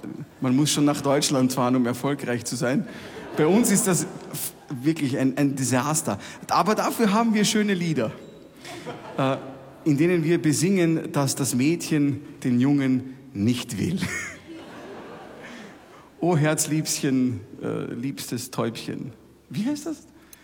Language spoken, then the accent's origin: German; Burgenland, Austria; Also, ihr müsst wissen, bei uns im Burgenland sind die Liebeslieder zu 99,9% traurig.